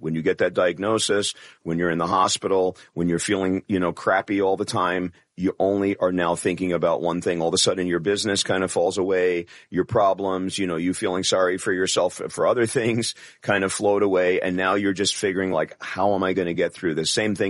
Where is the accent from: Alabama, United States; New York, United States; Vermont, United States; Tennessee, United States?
New York, United States; I'm a kid from the Bronx.